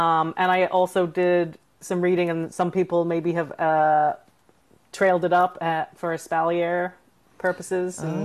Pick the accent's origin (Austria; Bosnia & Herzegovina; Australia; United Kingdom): United Kingdom; England; now in Northern California, United States; But I grew up in England